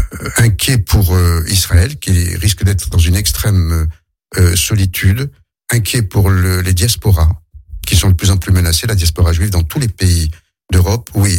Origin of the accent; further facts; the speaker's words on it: Algeria; now in France; mon enfance en Algérie